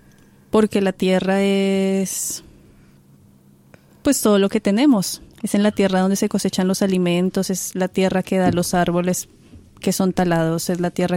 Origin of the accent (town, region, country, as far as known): Colombia